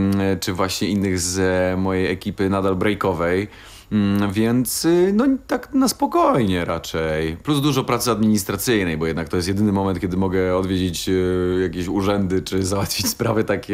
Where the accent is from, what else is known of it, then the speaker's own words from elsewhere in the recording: Warsaw, Masovian Voivodeship, Poland; Jestem absolutnie oczarowany moim miejscem zamieszkania, uwielbiam moją dzielnicę i jestem rodowitym żoliborzaninem, jeżeli można to tak nazwać. I trochę choruję na Żoliborz.